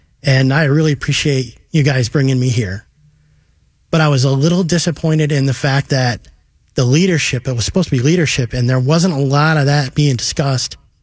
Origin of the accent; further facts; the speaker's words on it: Swartz Creek, Michigan, United States; moved away as an adult; I'm originally from Michigan.